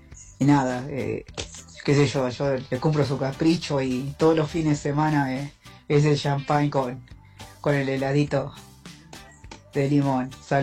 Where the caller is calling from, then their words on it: Loma del Mirador, Buenos Aires Province, Argentina; yo estoy hablando acá desde Loma del Mirador.